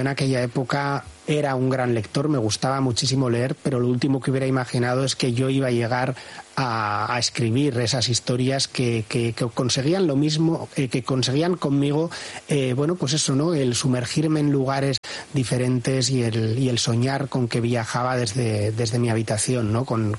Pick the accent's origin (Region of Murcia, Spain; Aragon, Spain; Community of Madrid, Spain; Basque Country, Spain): Basque Country, Spain; San Sebastián; Yo soy de Donosti, yo vivo en Donosti.